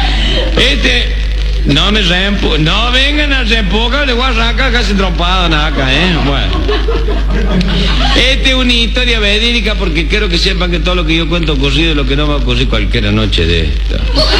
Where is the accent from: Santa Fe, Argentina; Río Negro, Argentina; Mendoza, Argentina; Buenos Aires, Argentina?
Buenos Aires, Argentina; Y yo soy de Villa Lugano.